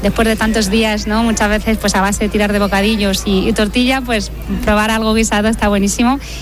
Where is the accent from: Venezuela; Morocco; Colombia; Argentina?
Morocco; now in Aldea del Fresno, Spain; Hemos preparado unos dulces y unos crepes árabes típicos de Marruecos. Nosotros somos de allí y, como bien has comentado, llevamos 27 años